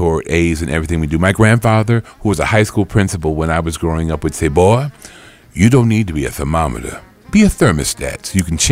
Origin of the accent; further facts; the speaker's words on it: Texas, United States; I'm from East Texas, so I'm country, but I look real pulled up. But I come from dirt room. My people come from dirt room floors.